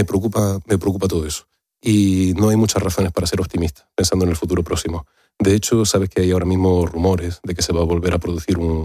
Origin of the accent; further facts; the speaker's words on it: Andalusia, Spain; Yo soy andaluz